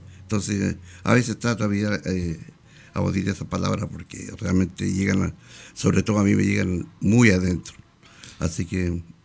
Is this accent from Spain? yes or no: no; Chile; todos somos chilenos.